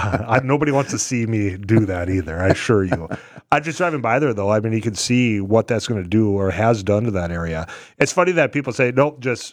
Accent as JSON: {"language": "English", "town": "Leeds", "region": "North Dakota", "country": "United States", "tie": "born or raised there", "said": "you know, back in my hometown of Leeds, you know, Class B, town of 450 people"}